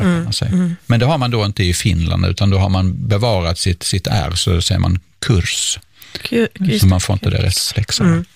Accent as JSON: {"language": "Swedish", "region": "southern Sweden", "country": "Sweden", "said": "Och då är det så att i södra Sverige där jag kommer ifrån, då har vi bara det bakre skeljudet."}